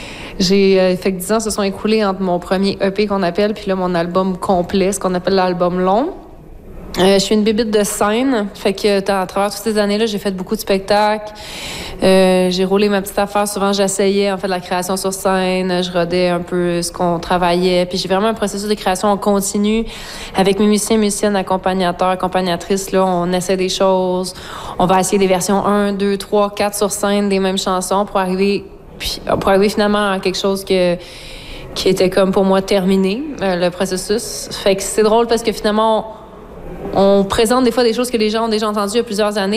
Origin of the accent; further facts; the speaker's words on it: Rimouski, Quebec, Canada; C'est sûr que moi, tu sais, j'ai grandi à Rimouski, j'étais partie longtemps, je suis revenue, ça fait comme 6-7 ans